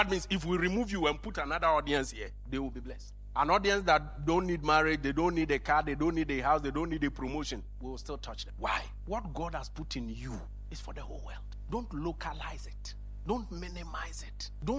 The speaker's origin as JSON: {"language": "English", "country": "Ghana", "tie": "born or raised there", "said": "I said, I'm born and bred in Ghana."}